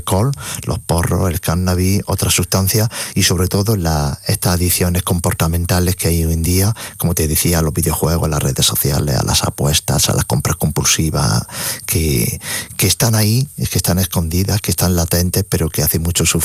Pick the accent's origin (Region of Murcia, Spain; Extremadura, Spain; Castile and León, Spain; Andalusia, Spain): Andalusia, Spain; Granada; Canciones también de granadino y de Granada, de mi tierra y también castellano.